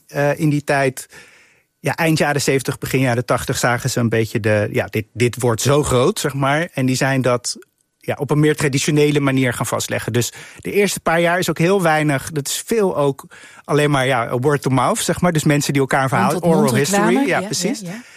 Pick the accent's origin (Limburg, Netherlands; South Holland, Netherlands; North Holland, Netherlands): South Holland, Netherlands; The Hague; Ik kom uit Den Haag. Dat heeft vrij lange graffiti geschiedenis.